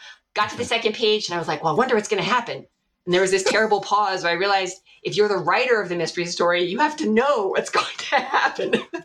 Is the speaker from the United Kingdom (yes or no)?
no; East Coast, United States; also born or lived in New York / Pennsylvania / Maryland / Washington, D.C.; I grew up, on the East Coast. I was born in upstate New York, lived there when I was little, lived in Pennsylvania, then in Maryland, then in DC.